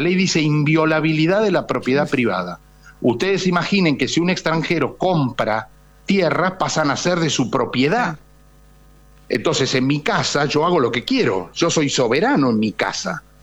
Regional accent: San Luis, Argentina; Yo soy de San Luis

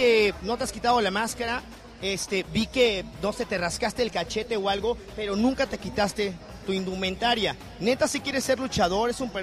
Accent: Cuernavaca, Morelos, Mexico; moved away; Allá en mi tierra, en Cuernavaca

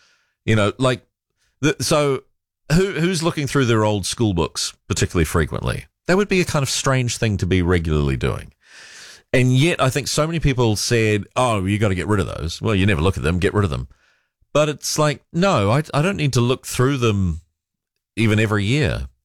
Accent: Malaysia; I'd never even heard of this notion when I was growing up in Malaysia

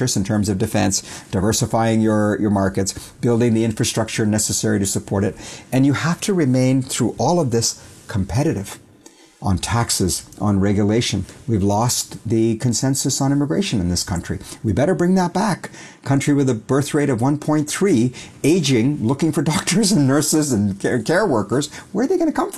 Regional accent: Canada; It's been pretty darn easy being Canadian.

